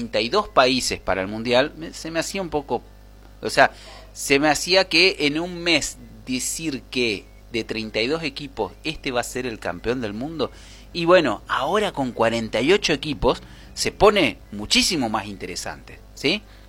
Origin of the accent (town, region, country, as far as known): Argentina